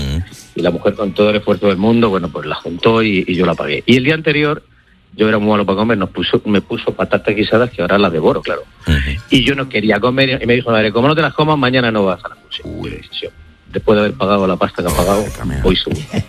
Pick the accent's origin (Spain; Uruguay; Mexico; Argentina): Spain; Leganés, Community of Madrid